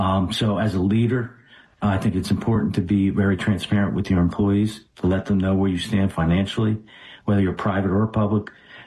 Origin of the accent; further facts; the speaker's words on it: Runnymede, New Jersey, United States; Runnymede, New Jersey, one sibling older than me. That's where I grew up.